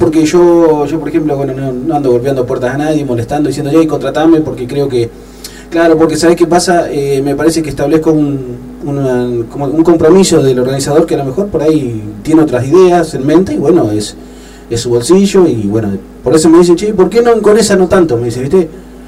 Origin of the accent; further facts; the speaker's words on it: General Conesa, Argentina; somos de acá de General Conesa, de este pueblo tan chiquito, pero bueno, con un corazón gigante